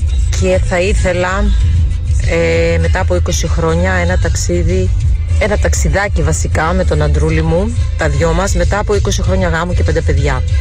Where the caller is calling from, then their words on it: Aspropyrgos, Attica, Greece; από τον Ασπρόπυργο.